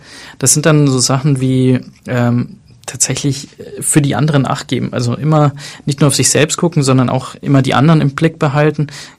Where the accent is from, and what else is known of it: Germany; born or raised there